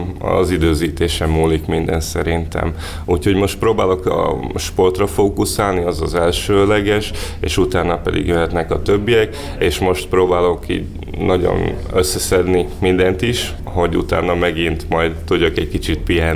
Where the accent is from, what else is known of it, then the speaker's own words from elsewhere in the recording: Felvidék, Slovakia; Ugye én felvidéki származású vagyok